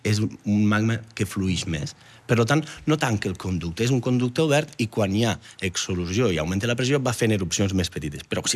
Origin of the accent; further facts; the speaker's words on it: Batea, Catalonia, Spain; Jo de Batea, que som de secà, que no hi ha volcans, però sí.